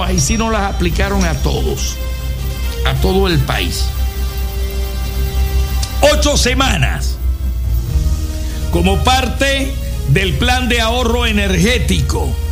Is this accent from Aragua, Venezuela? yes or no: no; Zulia, Venezuela; Nosotros los del interior, especialmente los maracuchos